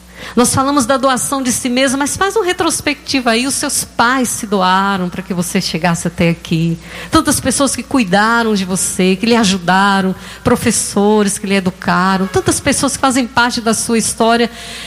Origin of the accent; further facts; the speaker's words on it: Pernambuco, Brazil; moved away as an adult; Há 30 anos atrás, existia uma distância tão grande do Nordeste para cá, sou pernambucana.